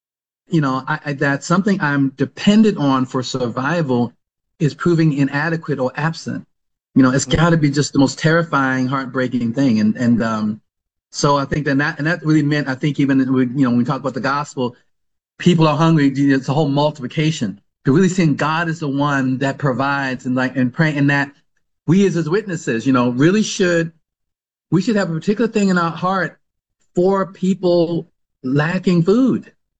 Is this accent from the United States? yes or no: yes; United States; born or raised there